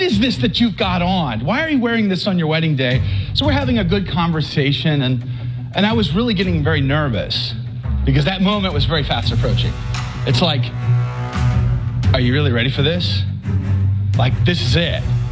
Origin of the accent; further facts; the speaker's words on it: Scotland, United Kingdom; You see, I'm from Scotland. I have Scottish background. So we call it a kilt.